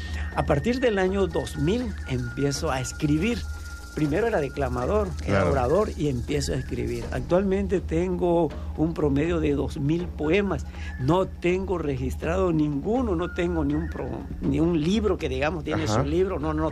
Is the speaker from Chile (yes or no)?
no; Frontera, Tabasco, Mexico; moved away as an adult; also born or lived in Mexico City; now in Chilapa, Mexico; chilango, okay. Nací en el Distrito Federal. Pero solamente fue por un periodo de tiempo muy corto y de ahí regresé a mis orígenes, a Tabasco específicamente, al municipio de Centla, la cabecera municipal de Frontera. De ahí soy. Ahí okay. llevé casi todos mis estudios